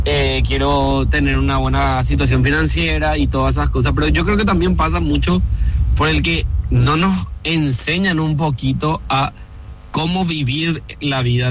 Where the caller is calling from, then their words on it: Paraguay; los ciudadanos que somos paraguayos